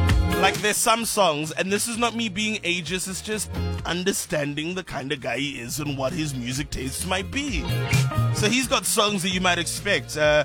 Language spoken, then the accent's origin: English; Pretoria, Gauteng, South Africa; I'm a South African from Pretoria.